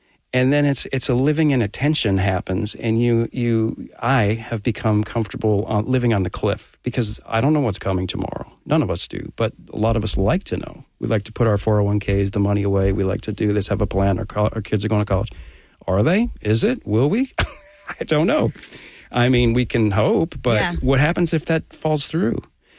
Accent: Minnesota, United States; We had rooms next to each other growing up in Minnesota.

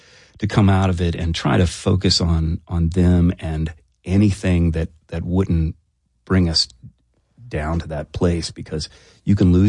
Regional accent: Alabama, United States; my grandparents were military, and I grew up in Alabama, and I'm from a very traditional background.

